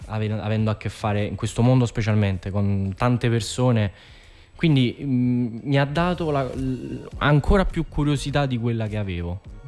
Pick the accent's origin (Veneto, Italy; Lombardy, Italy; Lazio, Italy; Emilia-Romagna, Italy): Lazio, Italy; Rome; born there; also born or lived in Naples